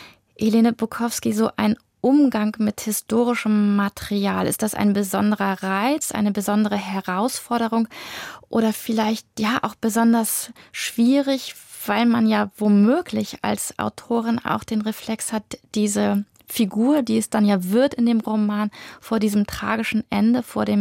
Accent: western Germany, Germany; born there; ich bin auch im Westen geboren

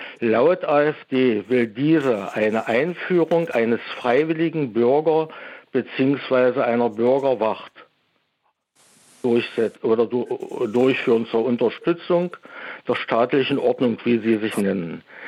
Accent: Saxony-Anhalt, Germany; now in Dresden, Germany

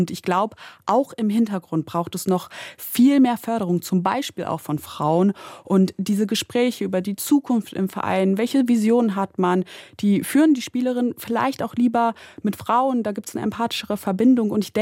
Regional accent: Bocholt, North Rhine-Westphalia, Germany; Ich komme auch aus Bocholt und die Stadt hat generell viele Fußballvereine für eine Kleinstadt.

